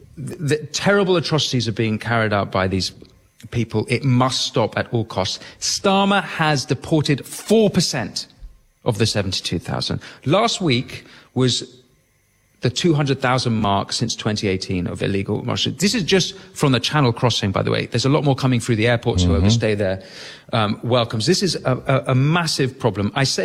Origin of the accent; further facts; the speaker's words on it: England, United Kingdom; this is an embarrassment about being English. That will be overcome because actually that's a relatively new concept. And actually we're a proud ancient people.